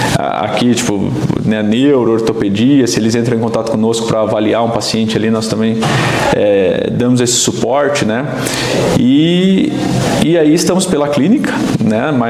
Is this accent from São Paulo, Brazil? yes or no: no; Paraná, Brazil; moved away as an adult; also born or lived in Tubarão, Santa Catarina / Florianópolis; now in Videira, Brazil; eu sou paranaense, né? Me formei aqui em Santa Catarina, em Tubarão, na cidade de Tubarão. Trabalhei muito tempo ali em Tubarão, Florianópolis, a região de Criciúma, né?